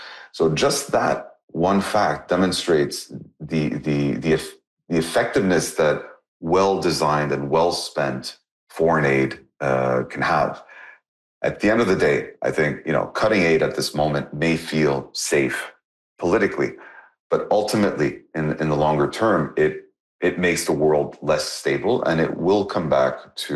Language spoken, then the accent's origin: English; Canada; I'm Canadian, we're all aware of the context we operate